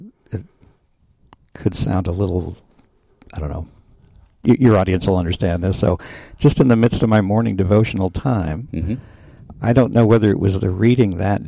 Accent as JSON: {"language": "English", "town": "Oklahoma City", "region": "Oklahoma", "country": "United States", "tie": "born or raised there", "also_born_or_lived": "Nebraska / Kansas", "moved": "as an adult", "lives_now": "Temple, Texas, United States", "said": "No, I grew up in Oklahoma City, actually."}